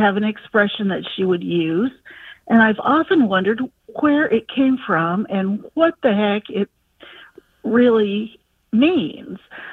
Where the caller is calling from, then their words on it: Wichita, Kansas, United States; I'm calling from Wichita, Kansas.